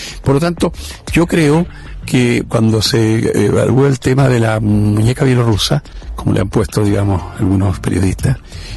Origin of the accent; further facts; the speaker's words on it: Chile; tuve también la oportunidad de trabajar 10 años, digamos, fuera de Chile, en Brasil y luego en Europa. Pero claro, yo me siento muy chileno